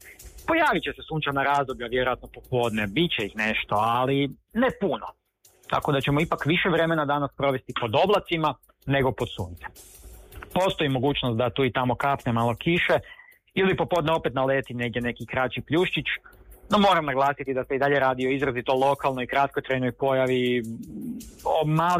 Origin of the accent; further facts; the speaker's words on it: Croatia